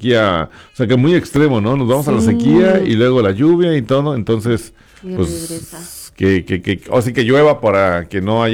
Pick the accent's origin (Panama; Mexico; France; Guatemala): France; northern France; Allá en, bueno, de mi pueblo